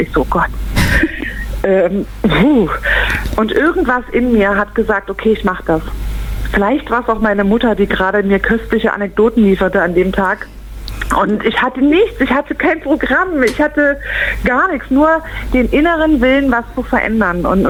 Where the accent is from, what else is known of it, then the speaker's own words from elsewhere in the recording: East Germany, Germany; Ich bin ein Kind des Ostens